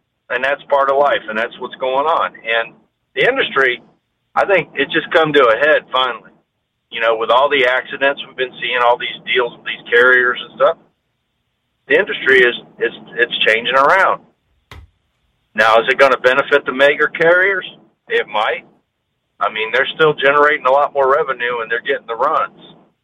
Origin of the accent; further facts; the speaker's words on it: United States; I was born and raised here. I'm an American citizen.